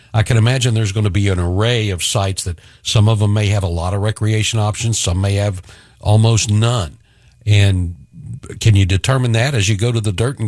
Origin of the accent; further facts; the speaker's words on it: West Virginia, United States; moved away; I'm originally from West Virginia.